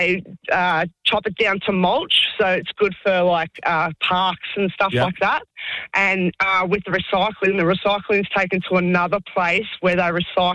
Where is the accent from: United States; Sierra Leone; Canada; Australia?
Australia; Werribee, Victoria; So I'm from Werribee, and we've got three bins.